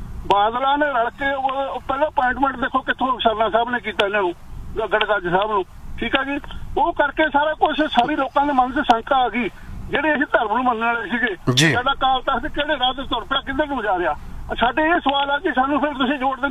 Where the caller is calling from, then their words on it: Canada; ਮੈਂ ਕੈਨੇਡਾ ਚ ਬੈਠਾ 30-35 ਸਾਲ ਤੋਂ ਜੀ ਇੱਥੇ